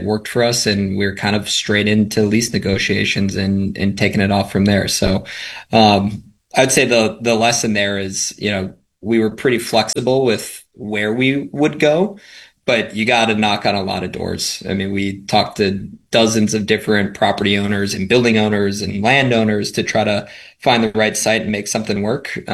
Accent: Wrightstown, Wisconsin, United States; also born or lived in Oshkosh; So I grew up in Northeast Wisconsin, born in Oshkosh, grew up in Wrightstown for many years, and then graduated high school from Green Bay, Notre Dame.

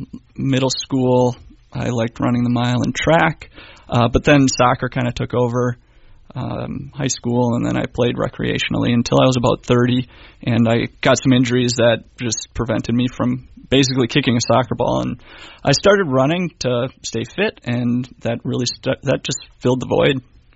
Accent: Ashwaubenon, Wisconsin, United States; moved away as an adult; also born or lived in Madison, Wisconsin / Milwaukee area, Wisconsin; now in Fox Valley, Wisconsin, United States; I'm a Wisconsinite, born and raised in Ashwaubenon. Went to school in Madison, lived there for a while, lived in the Milwaukee area for a while, and came here in, like I said, 2012.

